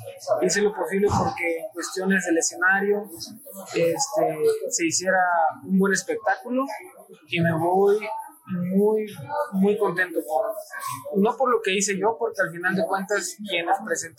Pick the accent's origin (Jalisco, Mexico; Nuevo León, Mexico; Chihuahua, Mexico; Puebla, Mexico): Puebla, Mexico; Esa identidad de decir, sabes que soy poblano, sí.